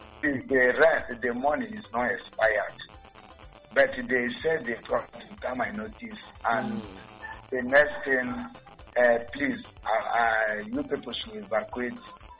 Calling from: Osisioma, Abia, Nigeria; from Osioma.

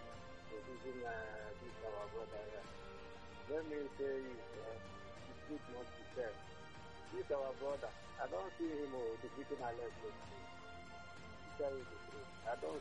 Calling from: Israel; I'm calling from Israel.

